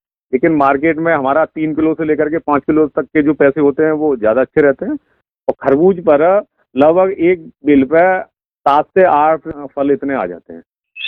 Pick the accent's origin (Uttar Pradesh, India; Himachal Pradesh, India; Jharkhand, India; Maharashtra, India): Uttar Pradesh, India; Kitaut; गांव की कीटौत फिरोजाबाद का रहने वाला हूँ।